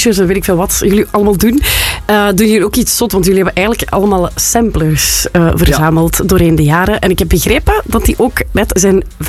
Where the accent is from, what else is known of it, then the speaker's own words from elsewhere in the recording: Flanders, Belgium; ik ben zelf van Limburg.